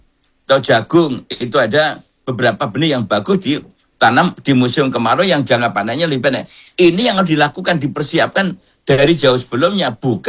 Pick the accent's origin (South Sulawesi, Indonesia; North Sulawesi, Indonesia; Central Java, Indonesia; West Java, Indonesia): Central Java, Indonesia; saya orang Jawa ya, orang Jawa Tengah.